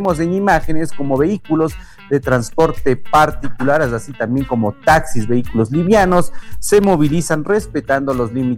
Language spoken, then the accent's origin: Spanish; Quito, Pichincha, Ecuador; Esto es en la avenida Occidental, como conocemos los quiteños.